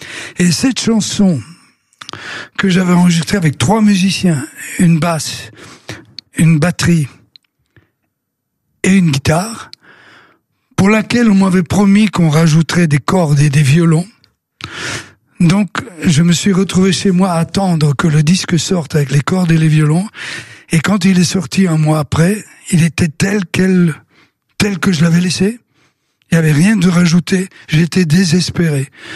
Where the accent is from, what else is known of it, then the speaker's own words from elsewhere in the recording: Belgium; chez nous en Belgique